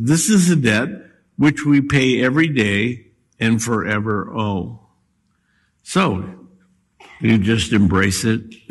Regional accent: Scotland, United Kingdom; I'm Scottish. My dad taught me to save everything.

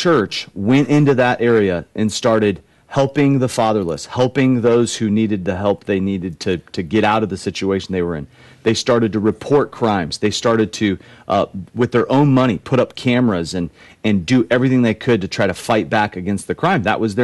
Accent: Iowa, United States; I grew up in Iowa. When the harvest is ripe, you got to get out there and get after it.

